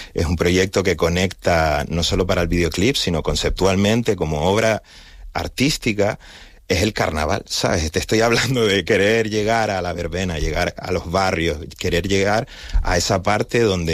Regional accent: Las Palmas de Gran Canaria, Canary Islands, Spain; yo con la peña de mi barrio, yo soy de La Reolla

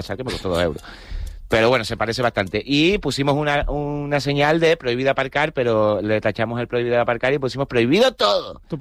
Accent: Canary Islands, Spain; Mayor ya, soy un cantautor canario

